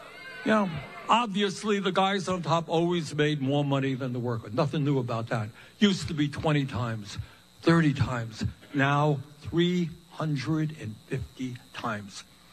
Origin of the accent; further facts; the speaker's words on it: New York City, New York, United States; We lived in a rent-controlled apartment. I grew up in Brooklyn. Rent-controlled apartment.